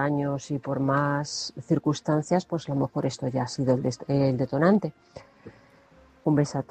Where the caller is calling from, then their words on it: Toledo, Castilla-La Mancha, Spain; de Toledo, aquí una noche más entre costuras.